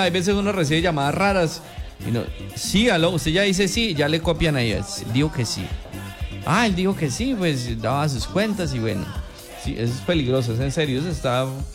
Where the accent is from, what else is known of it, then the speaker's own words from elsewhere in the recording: Colombia; Colombia, sí, sí, mi tierra.